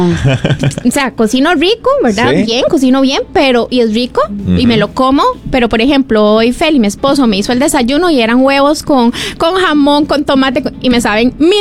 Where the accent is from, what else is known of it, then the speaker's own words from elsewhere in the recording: San José, Costa Rica; moved away as an adult; also born or lived in Los Santos; yo soy de San José, ¿verdad? Uh-huh. Fue que mi esposo es de allá, entonces nos fuimos para allá. Ya teníamos como 7 años de estar allá